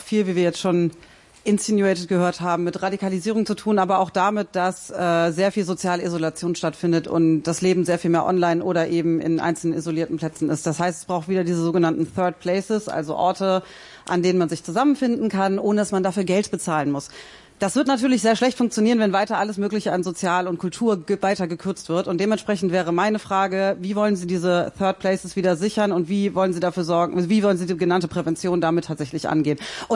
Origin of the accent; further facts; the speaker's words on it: Weißensee, Berlin, Germany; und ich komme aus Weißensee.